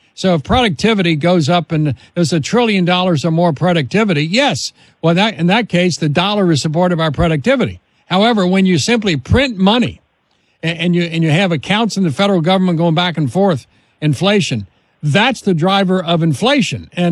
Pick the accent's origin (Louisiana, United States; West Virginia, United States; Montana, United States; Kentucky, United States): Kentucky, United States; Of course, Senator Rand Paul from my home state of Kentucky is the junior senator